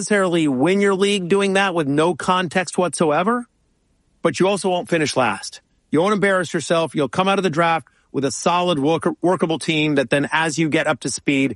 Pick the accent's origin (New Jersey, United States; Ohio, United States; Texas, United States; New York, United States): Texas, United States; College Station; I grew up in College Station